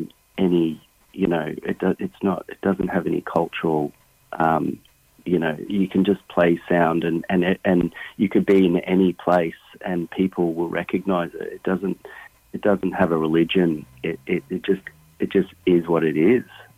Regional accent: Australia; And I guess you can draw from being an Australian and, you know, the Aboriginal song lines to the Tibetan bowls.

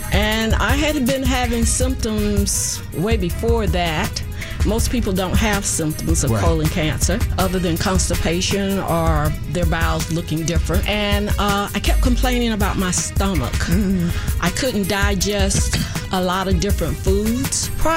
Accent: Chesapeake, Virginia, United States; I'm from Chesapeake, Virginia.

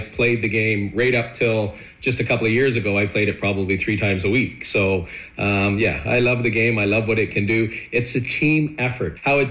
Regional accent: Oshawa, Ontario, Canada; now in Kelowna, Canada; I grew up playing hockey. Yes, I did. I grew up in Oshawa, Ontario, Canada.

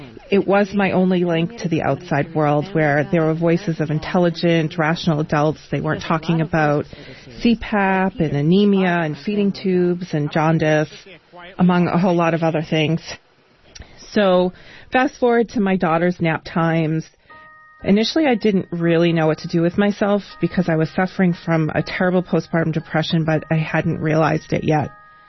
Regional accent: Nashua, New Hampshire, United States; I'm from Nashua, New Hampshire.

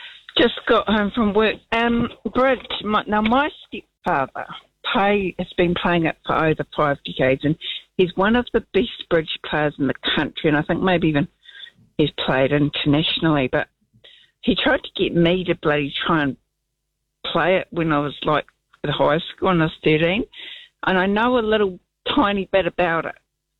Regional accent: Invercargill, Southland, New Zealand; born there; born down in Invercargill Hospital where it's now a McDonald's, you know, I was born in Invercargill.

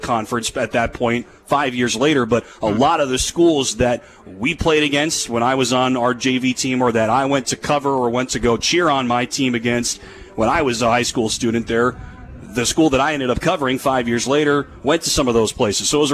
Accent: North Carolina, United States; moved away as an adult; back in my home state.

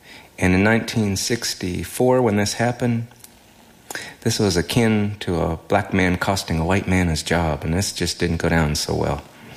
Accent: Philadelphia, Pennsylvania, United States; when I was growing up in Philadelphia

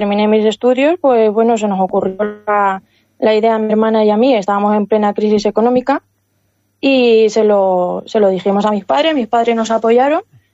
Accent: Puertollano, Castilla-La Mancha, Spain; Yo soy de Puerto Llano, pero mis padres tienen un campo a un kilómetro y poquito de aquí del pueblo.

